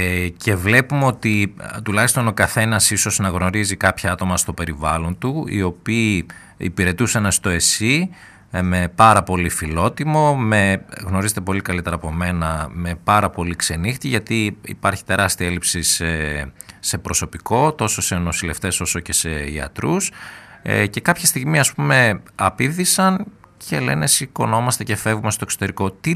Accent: Katerini, Central Macedonia, Greece; στην πόλη μου στην Κατερίνη

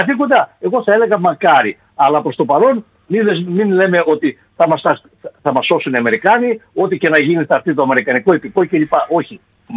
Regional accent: Epirus, Greece; Στην πατρίδα μου την Ήπειρο.

